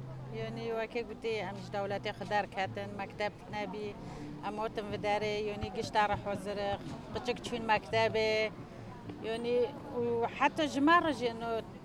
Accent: Afrin, Aleppo Governorate, Syria; now in Germany; أنا من سوريا، من عفرين

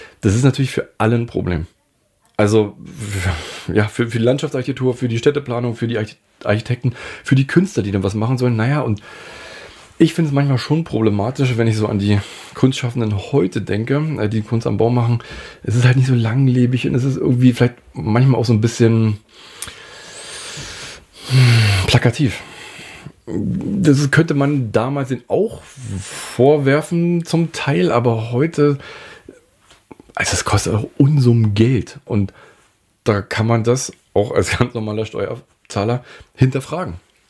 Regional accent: East Germany, Germany; born there; Ich bin ja auch im Land geboren, was es gar nicht mehr gibt, wenn du so willst.

